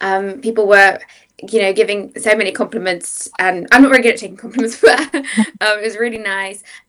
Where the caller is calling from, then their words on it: Yorkshire and the Humber, United Kingdom; It's funny because you mentioned Sheffield, because I'm just outside of Sheffield, so that's where I'm joining from.